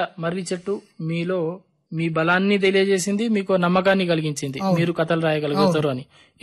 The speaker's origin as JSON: {"language": "Telugu", "area": "Adilabad district", "region": "Telangana", "country": "India"}